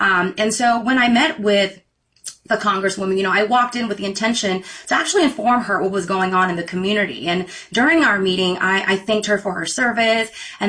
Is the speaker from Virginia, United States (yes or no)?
no; Sacramento, California, United States; I grew up in South Sacramento. I'm the oldest of 16 kids in my family. I grew up on food stamps